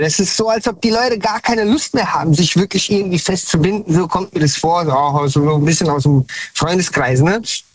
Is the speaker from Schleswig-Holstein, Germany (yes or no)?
no; Hanau, Hesse, Germany; Ich bin kein gebürtiger Hesse, also eigentlich komme ich von ganz woanders her, aber ich bin in Hessen, Hanau, Hessen-Frankfurt aufgewachsen und bin dann nach Hanau gezogen.